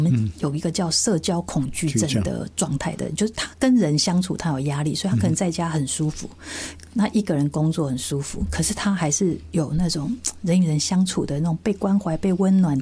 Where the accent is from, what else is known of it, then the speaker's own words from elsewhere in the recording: China; 而且你有时候会发现，我们中国人有句古话嘛，哦、那个酒逢知己千杯少嘛，话不投机半句多。